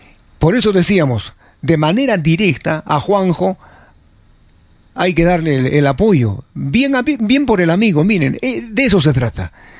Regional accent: Arequipa, Peru; Así somos los peruanos, somos los arequipeños.

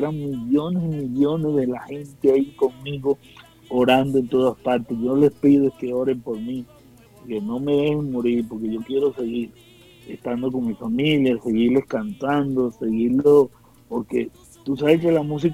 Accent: Guárico, Venezuela; cada vez que yo canto esa canción de los valles de Altagracia, de mi tierra, con orgullo, guariqueño

